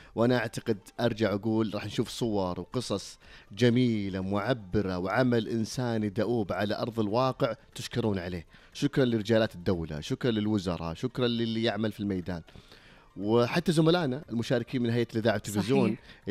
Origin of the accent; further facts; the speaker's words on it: Saudi Arabia; وأنا أعرف هذا ديدنا إحنا كسعوديين،